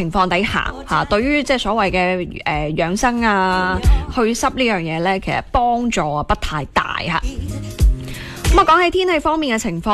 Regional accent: Guangdong, China; 我哋广东人

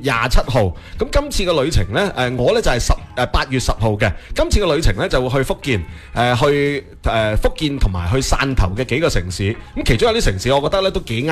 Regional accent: Guangdong, China; 所以作为广东人

